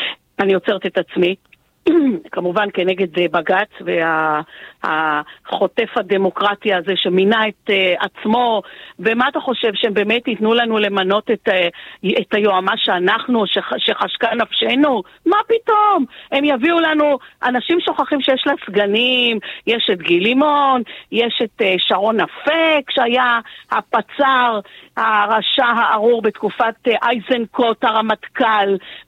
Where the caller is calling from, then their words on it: Petah Tikva, Central District, Israel; אני מפתח תקווה.